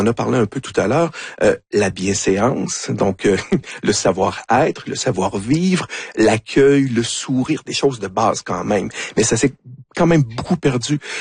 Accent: Canada; Quel accent? On perçoit un accent français. On est des Canadiens.

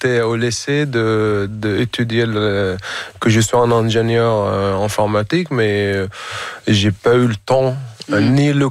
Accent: Hamouria, Rif Dimashq, Syria; French is a second language

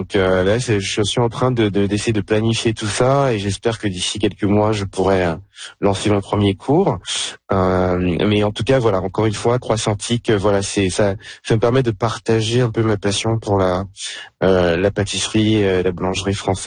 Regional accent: France; now in Saskatchewan, Canada; moi je suis français d'origine, et en fait, tout simplement, les croissants, ça me manque. Et j'ai pas réussi à trouver quelque chose qui me rappelle un peu ma jeunesse, hein, en France.

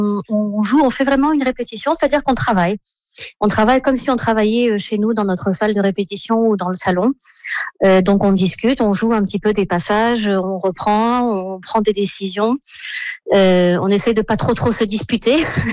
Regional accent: Provence-Alpes-Côte d'Azur, France; now in Düsseldorf, Germany; moi, je suis française de la Côte d'Azur, mais j'habite à Düsseldorf. Donc je venais d'Allemagne.

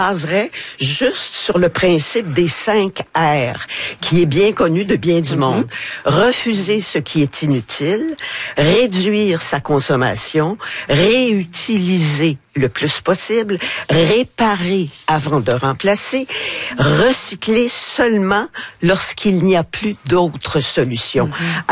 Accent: France; Ben, je suis française.

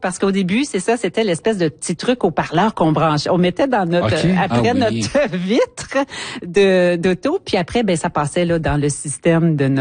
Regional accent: Saint-Eustache, Quebec, Canada; moved away; je viens de Saint-Eustache, au nord de Montréal

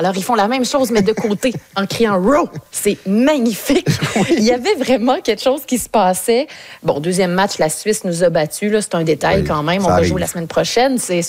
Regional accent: Quebec City, Quebec, Canada; now in Vancouver, Canada; moi aussi, je suis une petite fille de Québec. Je suis une fille de Sainte-Foy.

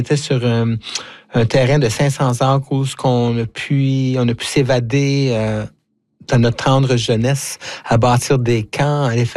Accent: D'Alembert, Quebec, Canada; also born or lived in Rouyn-Noranda; moi je suis né à Rouyn-Noranda, dans le nord du Québec, sur le territoire de la Baie James, si tu veux, et plus précisément élevé dans un petit village minier de D'Alembert

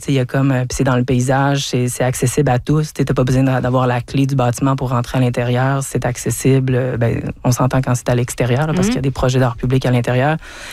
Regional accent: Alma, Quebec, Canada; moi, bon, je viens d'Alma, puis on habitait proche du parc Falaise.

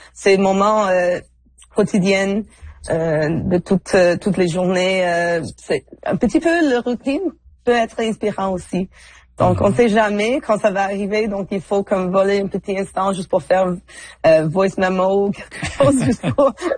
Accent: Toronto, Ontario, Canada; born there; la ville de Toronto. Je suis née à Toronto. Je suis comme a city girl, on dirait.

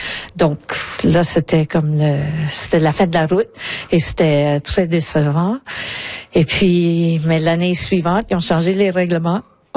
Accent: Lille, Hauts-de-France, France; Ça représente un peu mon enfance à Lille.

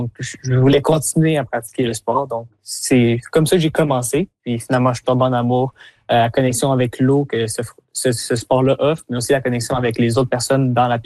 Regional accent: Quebec, Canada

